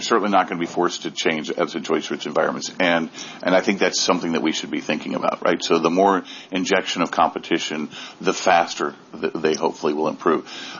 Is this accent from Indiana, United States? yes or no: yes; Indianapolis, Indiana, United States; I'm thinking about my home state right now of Indianapolis, Indiana